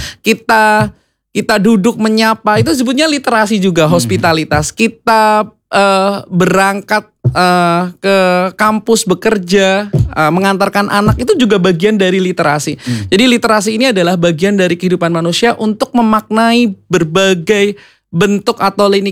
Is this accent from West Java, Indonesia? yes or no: no; Kebumen, Central Java, Indonesia; Saya aslinya dari Kebumen.